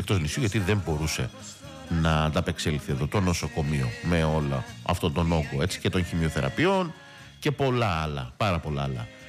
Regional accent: Apollona, South Aegean, Greece; Εγώ θυμάμαι τότε το χωριό μου στα Πόλωνα

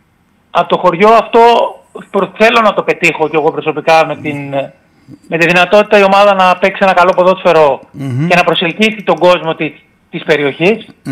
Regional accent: Giannitsa, Central Macedonia, Greece; moved away; ήμουν από τα Γεννητσά, τον νόμο Πέλλας.

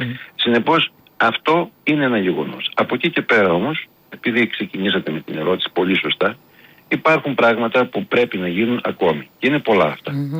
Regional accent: Thessaloniki, Central Macedonia, Greece; γιατί ξέρω και πολύ καλά το δάσος, είμαι Θεσσαλονικιός

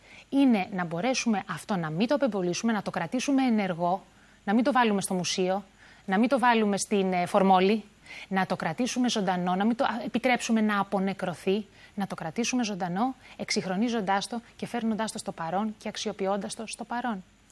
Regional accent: Greece

